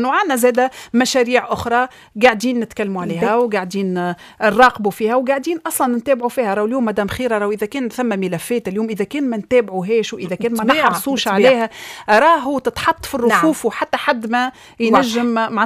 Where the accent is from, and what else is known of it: Tunisia